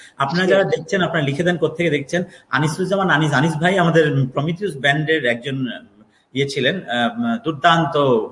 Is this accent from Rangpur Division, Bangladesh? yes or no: no; Narsingdi, Dhaka Division, Bangladesh; নরসিংদী আমার দেশের বাড়ি, গ্রামের বাড়ি